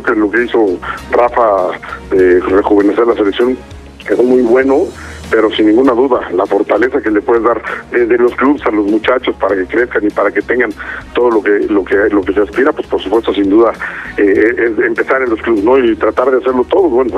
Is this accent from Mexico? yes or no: yes; Mexico; quiero pelear por mi puesto como mexicano